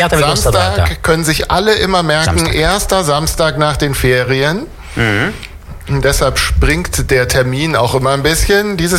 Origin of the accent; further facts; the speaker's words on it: Munich, Bavaria, Germany; das sage ich jetzt als Münchner, wo aufgewachsen bin, wo es das auch nicht gab